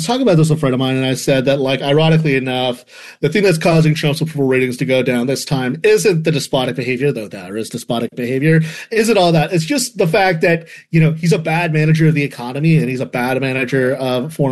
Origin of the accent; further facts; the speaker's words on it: California, United States; Look, I grew up in Southern California.